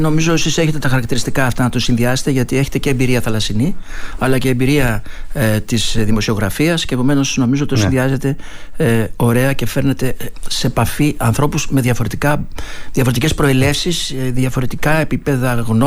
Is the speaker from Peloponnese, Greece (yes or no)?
no; Thessaly, Greece; also born or lived in Trikala / Karditsa; η καταγωγή μου είναι από τη Θεσσαλία, και μάλιστα μία συνιστόσα, να χρησιμοποιήσω αυτή τη λέξη, είναι από τη Τρίκαλα και άλλη από την Καρδίτσα.